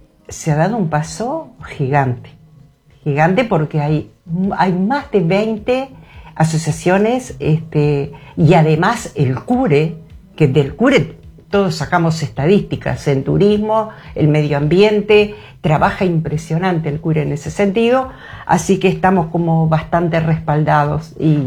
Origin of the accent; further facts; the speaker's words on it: Aiguá, Maldonado, Uruguay; now in Punta del Este, Uruguay; Yo no soy nacida en Punta del Este, vivo hace casi 40 años en Punta del Este, soy de Aiguá, es mi ciudad natal.